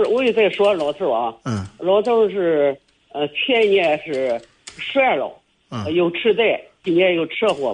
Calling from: Luquan, Hebei, China; 我是石家庄鹿泉市人

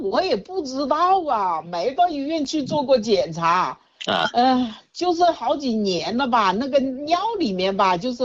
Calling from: Jiangsu, China; 我家是江苏的

